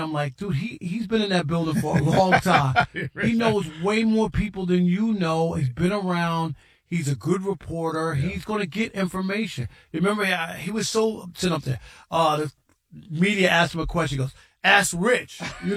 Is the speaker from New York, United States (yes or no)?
yes; Queens, New York, United States; I grew up in Queens. I used to go to Jets games at Shea Stadium.